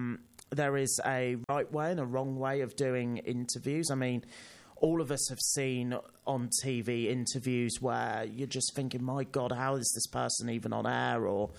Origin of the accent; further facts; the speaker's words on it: United Kingdom; moved away as an adult; now in Sydney, Australia; So I have, as you can tell by my accent, I'm not from Australia, I'm from the UK. I came here in 2022 to do a Master of Media Practice at the University of Sydney.